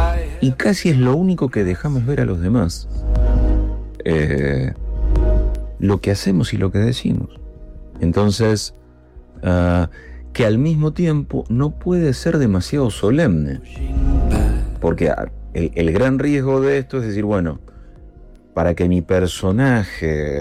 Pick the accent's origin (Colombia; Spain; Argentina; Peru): Argentina